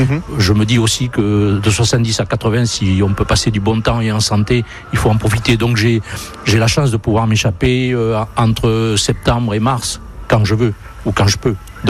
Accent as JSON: {"language": "French", "town": "Tourtoirac", "region": "Nouvelle-Aquitaine", "country": "France", "tie": "born there", "said": "je suis né à Tortoirac le 15 juillet 55."}